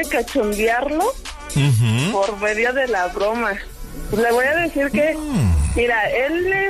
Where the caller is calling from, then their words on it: Toluca, State of Mexico, Mexico; Soy de aquí, de Toluca.